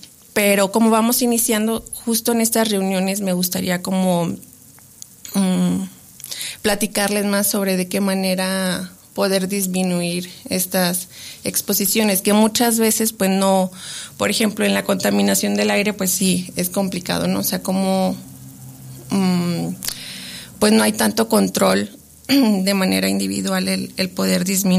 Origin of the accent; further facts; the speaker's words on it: Mexico; como mexicanos y mexicanas, pues tenemos muy arraigado el...